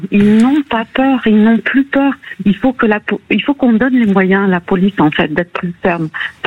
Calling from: Montpellier, Occitanie, France; je vous appelle de Montpellier

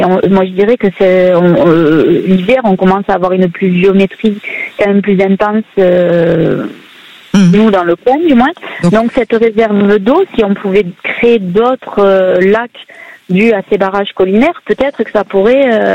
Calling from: Occitanie, France; Donc dans le Gers, un petit village qui s'appelle Peyrus-Vieille. Donc un petit village où c'est vallonné, voilà, tout joli, tout mignon dans le Gers.

